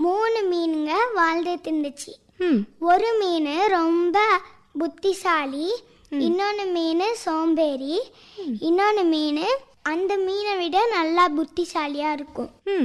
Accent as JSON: {"language": "Tamil", "town": "Karaikal", "region": "Puducherry", "country": "India", "said": "நான் வந்து காரைக்கால்ல இருந்து வந்தேன்."}